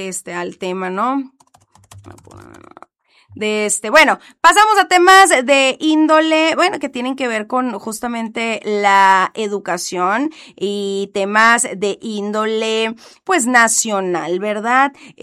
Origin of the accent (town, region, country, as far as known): Mexico